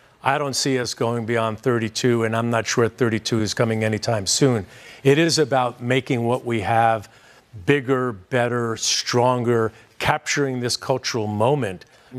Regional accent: Long Island, New York, United States; I grew up on Long Island in the shadow of Citi Field, what was, you know, Shea Stadium back in the day.

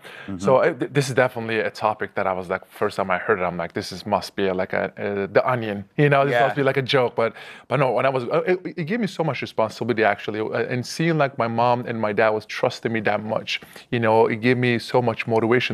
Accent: Turkey; also born or lived in Switzerland; So I grew up in Turkey. I born in Switzerland, grew up in Turkey, right?

